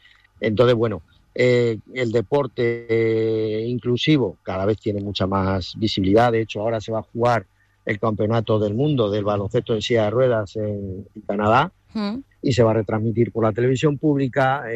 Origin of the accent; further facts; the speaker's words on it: Puertollano, Castilla-La Mancha, Spain; porque somos de Puerto Llano, somos, como decimos, hechos de acero, una ciudad minera. Que nuestros orígenes sabemos cuáles son, de dónde venimos, a dónde vamos, y queremos ser parte de Puerto Llano, de nuestra sociedad